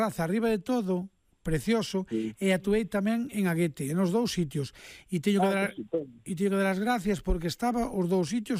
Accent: Marín, Galicia, Spain; Eu criei en Marín de pequeno. A miña infancia foi en Marín.

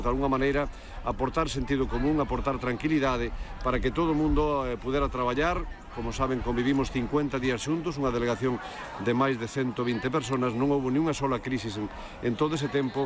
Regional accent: Ponteareas, Galicia, Spain; tamén hai que estar aquí en Galicia, na miña terra, especialmente en Ponteareas

